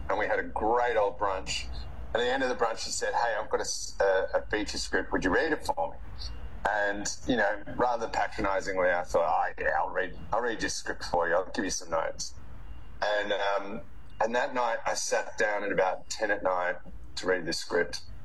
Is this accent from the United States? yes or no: no; Australia; moved away as an adult; brought up as a good Aussie boy